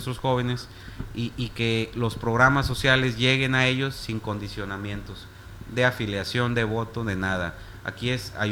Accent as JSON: {"language": "Spanish", "town": "San Felipe", "country": "Mexico", "tie": "born or raised there", "said": "yo sí quiero que mis hijos vuelvan a nadar en los arroyos de mi pueblo"}